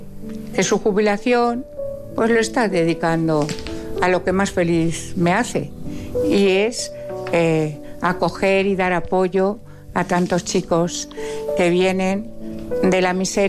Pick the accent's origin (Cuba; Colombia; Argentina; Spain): Spain; La Puebla de Almoradiel, Castilla-La Mancha; born there; nos íbamos a dedicar a viajar y a venir a la Puebla, donde yo tengo una casa. Yo nací en la Puebla de Almoradiel.